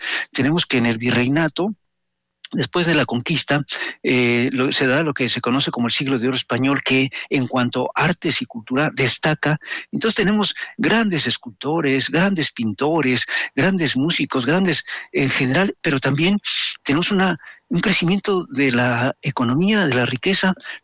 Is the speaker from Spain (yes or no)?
no; Mexico